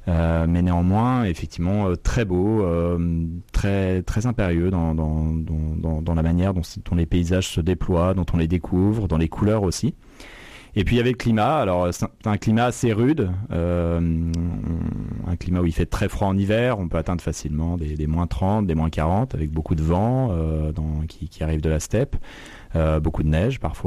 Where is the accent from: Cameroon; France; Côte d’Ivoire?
France; Chamonix, Auvergne-Rhône-Alpes; Je viens moi-même d'un territoire de montagne, je suis né à Chamonix et j'ai grandi dans les Alpes, donc je sais ce que ça procure.